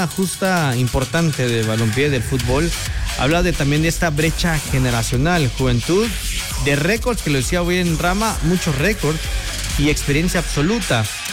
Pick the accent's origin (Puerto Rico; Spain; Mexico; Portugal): Mexico; Tuxtla Gutiérrez, Chiapas; Gil es de donde yo soy, de Tuxtla Gutiérrez, Chiapas.